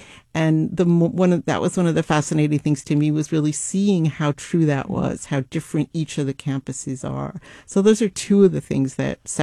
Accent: New York, United States; moved away; as a New Yorker who moved here in 2000, I've been fascinated by the university system since I moved here because there is nothing like it anywhere else in the country.

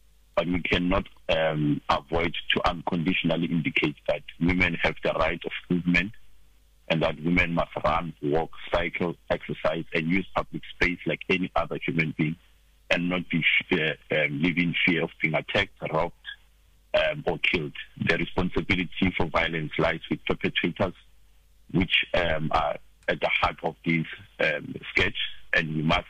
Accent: South Africa; we are South African

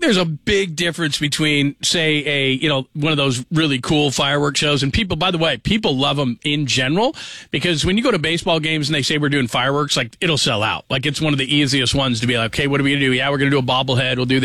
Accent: California, United States; I grew up in California, and so we would do it on our little block

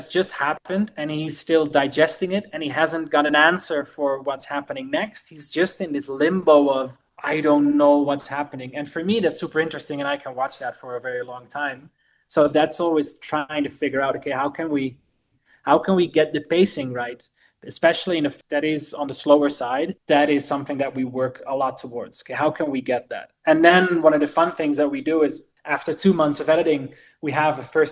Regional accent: Netherlands; At the moment, we are from the Netherlands.

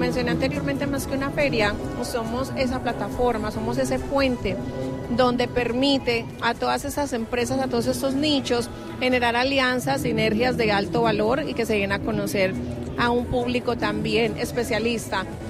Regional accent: Colombia; lo que me ha sorprendido más es que yo misma, como colombiana, no conozco lo hermoso que es nuestro país.

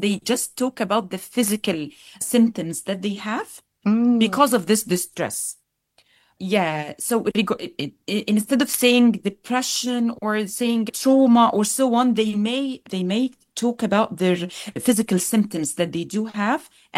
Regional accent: Egypt; now in Melbourne, Australia; I come from Egyptian Middle Eastern background. And like many migrants, my journey is layered and shaped but with migration, motherhood, education, and community work.

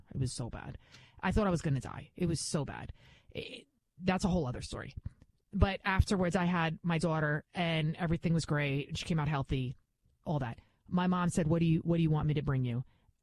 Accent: The Bronx, New York, United States; You can tell I'm from the Bronx, right?

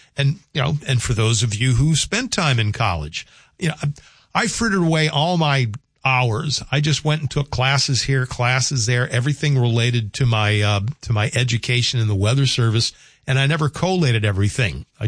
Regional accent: New Orleans, Louisiana, United States; I'm from New Orleans, even though rock and roll was certainly, my forte from, you know, just because of the era that I was raised in.

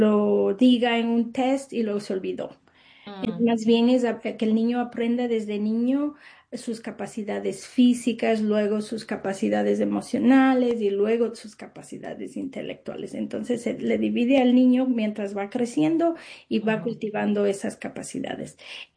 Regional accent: Ecuador; Yo soy de Ecuador y cuando era niña yo hacía las cosas, íbamos a ordeñar la vaca, íbamos a cosechar las papas

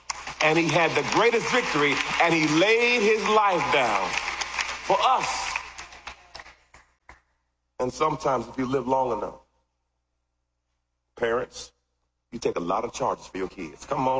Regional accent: Washington, District of Columbia, United States; I grew up in D.C., so I grew up around Patrick Ewing.

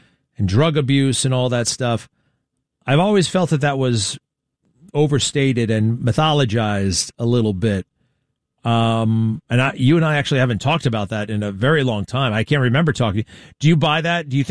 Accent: Baldwin, United States; This is when we were growing up in Baldwin

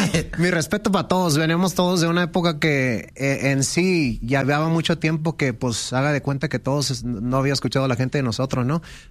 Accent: Los Angeles, California, United States; born there; Yo en sí, cuando yo soy nacido en Los Ángeles y lo tradicional para mí era lo del hip hop, la música de inglés.

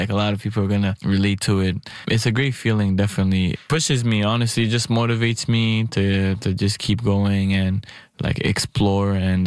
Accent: Burundi; moved away; I came from Burundi in 2010. I immigrated here with my whole family and our culture has been stuck with us ever since. And everywhere I go, I always meet Burundians that just look like me, that grew up the same way as me.

